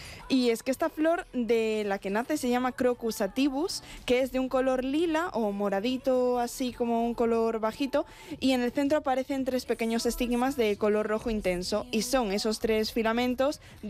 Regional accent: Vigo, Galicia, Spain; Soy de Vigo, sí

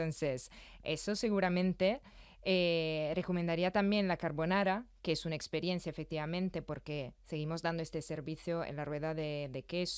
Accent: Italy; now in Madrid, Spain; somos italianos

